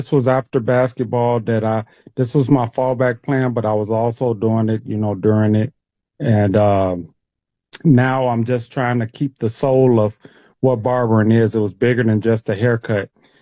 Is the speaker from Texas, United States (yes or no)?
no; Chicago, Illinois, United States; growing up in Chicago, because they love to signify in Chicago